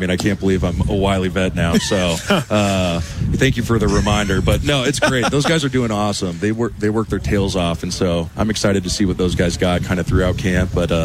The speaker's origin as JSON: {"language": "English", "town": "Milwaukie", "region": "Oregon", "country": "United States", "said": "It's just a suburb in Portland, but yeah, good old Milwaukee, Oregon."}